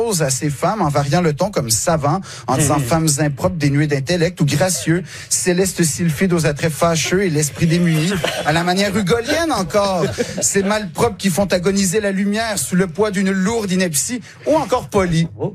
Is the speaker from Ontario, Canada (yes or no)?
no; Quebec, Canada; now in France; Donc, en fait, je ne suis pas un Français. Je suis un Québécois qui est en France.